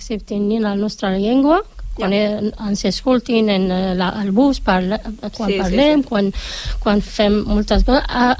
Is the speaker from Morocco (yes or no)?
yes; Morocco; Catalan is a second language; moved away as an adult; now in Barcelona, Spain; soc del Marroc, una dona, una mare de tres fills adolescents, tinc 43 anys. Vaig venir aquí, porto aquí a Barcelona fa tres anys